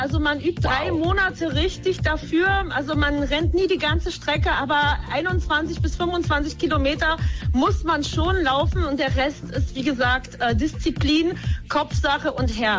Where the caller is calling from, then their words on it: Berlin, Germany; ich bin aus Berlin.